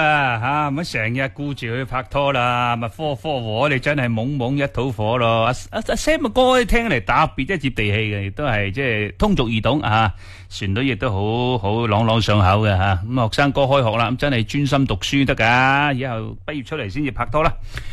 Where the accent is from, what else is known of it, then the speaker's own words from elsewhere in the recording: Guangdong, China; 我哋广东人煲汤最中意嘅